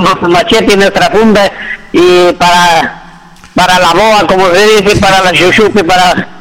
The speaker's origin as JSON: {"language": "Spanish", "town": "Chota", "region": "Cajamarca", "country": "Peru", "tie": "born or raised there", "also_born_or_lived": "Bagua Grande, Amazonas", "moved": "yes", "lives_now": "Huánuco, Peru", "said": "yo soy nacido y criado en la provincia de Chota, en el departamento de Cajamarca"}